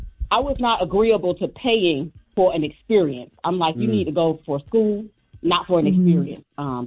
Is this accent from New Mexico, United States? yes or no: no; Atlanta, Georgia, United States; now in Yorktown, United States; I grew up in Atlanta, and I went to the public schools in Atlanta.